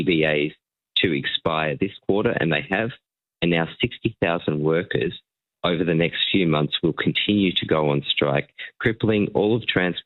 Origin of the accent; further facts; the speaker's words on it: Victoria, Australia; I'm from Victoria.